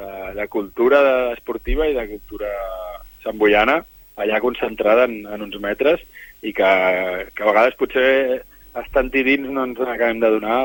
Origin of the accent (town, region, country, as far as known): Sant Boi de Llobregat, Catalonia, Spain